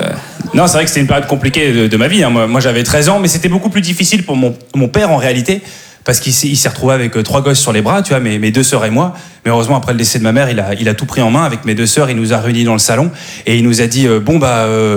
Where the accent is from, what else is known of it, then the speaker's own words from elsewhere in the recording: Switzerland; je dis que je suis Suisse, il y en a un qui me fait « Mais non, t'es Suisse !»